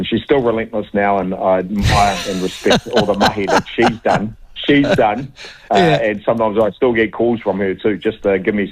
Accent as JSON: {"language": "English", "region": "Manawatū-Whanganui", "country": "New Zealand", "tie": "born or raised there", "also_born_or_lived": "Taihape / Hunterville", "said": "I was born in Raisihi, spent my time in Ruapehu and out of Rata, out by Huntersville, and of course Whanganui, Kōwhai Park, all that. I love that place."}